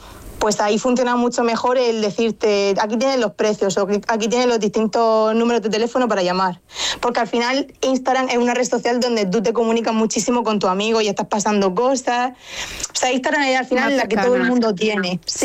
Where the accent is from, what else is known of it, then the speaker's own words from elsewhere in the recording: Region of Murcia, Spain; also born or lived in Madrid; estuve un tiempo viviendo en Madrid y uh-huh. cuando coincidía con más murcianos